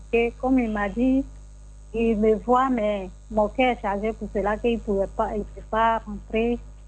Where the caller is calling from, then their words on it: Abidjan, Côte d’Ivoire; De Tissou à Cocody.